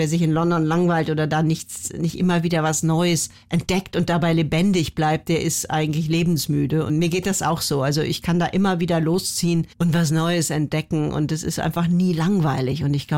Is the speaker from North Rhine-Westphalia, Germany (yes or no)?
yes; Cologne, North Rhine-Westphalia, Germany; ich bin ja Kölnerin eigentlich